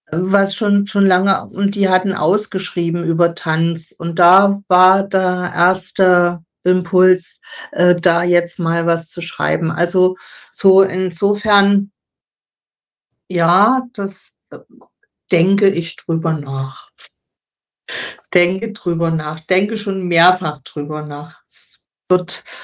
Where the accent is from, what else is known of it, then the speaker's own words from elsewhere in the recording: Dresden, Saxony, Germany; Ich komme ja aus Dresden und da ist die Sächsische Schweiz.